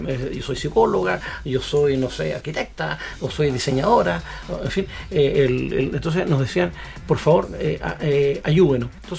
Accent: Coquimbo, Chile; soy regionalista. Es decir, soy de acá, soy de Coquimbo y he trabajado en la empresa de la zona.

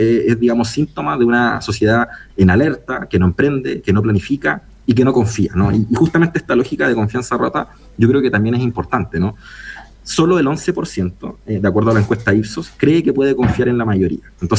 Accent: Chile; ¿Somos locos los chilenos?

